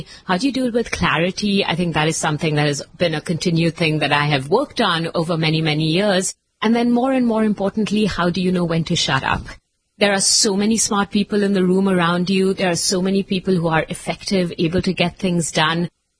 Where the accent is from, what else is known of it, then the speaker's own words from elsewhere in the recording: Mumbai, Maharashtra, India; moved away as an adult; now in United States; I was born in Mumbai and I actually spent my first 21 years there. I came to the U.S. to do my master's at Brandeis University.